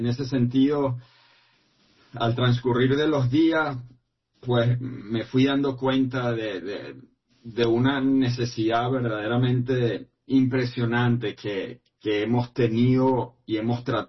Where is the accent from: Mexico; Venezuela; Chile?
Venezuela; Playa Grande, La Guaira; moved away as an adult; now in Puerto Rico; yo crecí y viví gran parte de mi vida en Playa Grande, que ha sido una de las zonas más afectadas de estos dos sismos simultáneos en Venezuela. Yo actualmente vivo en Puerto Rico, pero en Venezuela tenía mi apartamento, mis amistades